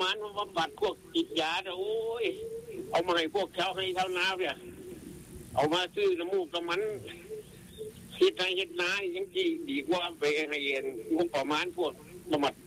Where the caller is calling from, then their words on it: Chaiyaphum, Thailand; มาจากชัยภูมิครับ